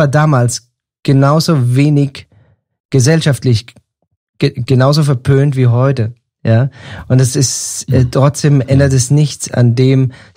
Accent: Germany; moved away as an adult; now in Peru; Als Deutscher ist man es gewohnt, morgens zum Bäcker zu gehen und Brötchen zu holen

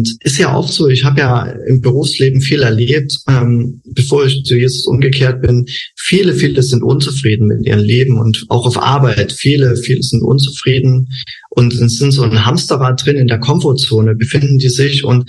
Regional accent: Saxony, Germany; moved away as an adult; now in Thailand; Und zwar komme ich ursprünglich aus Sachsen. Und in Sachsen, da gibt es ein Wort, also sagt man auf Sächsisch, Kanai.

